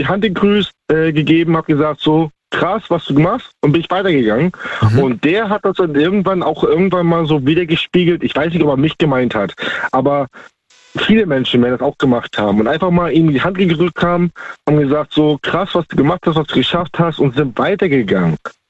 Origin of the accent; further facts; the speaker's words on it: Baltic coast, Germany; Ich bin ursprünglich aus der Ostsee, da oben die Ecke.